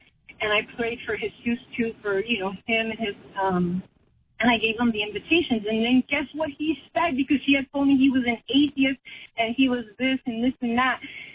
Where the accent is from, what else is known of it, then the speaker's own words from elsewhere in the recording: Los Angeles, California, United States; I'm literally from South Central.